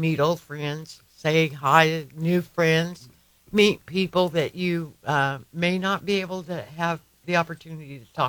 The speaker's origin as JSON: {"language": "English", "region": "Oklahoma", "country": "United States", "tie": "born or raised there", "said": "I came from Oklahoma. And when I was little, we had gatherings, but they were like the neighborhood, my cousins, my aunts and uncles"}